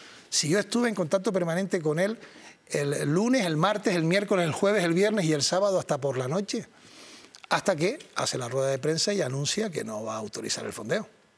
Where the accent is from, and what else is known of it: Canary Islands, Spain